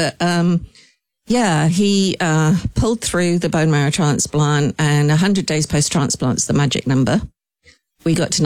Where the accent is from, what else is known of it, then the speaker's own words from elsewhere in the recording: Ireland; he was supposed to finish on St. Patrick's Day, which I thought was a good omen, being Irish.